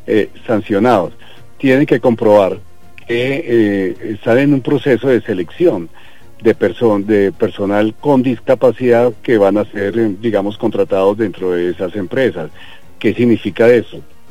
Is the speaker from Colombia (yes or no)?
yes; Cartagena, Bolívar, Colombia; hace días no voy para Cartagena. Yo soy cartagenero